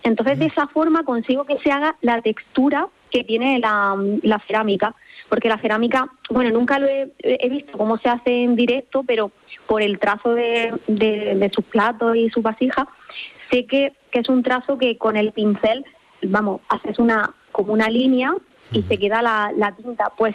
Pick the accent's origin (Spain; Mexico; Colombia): Spain; Almería, Andalusia; moved away; porque soy de Almería, aunque llevo muchísimos años aquí, y el mar siempre me ha llamado mucho.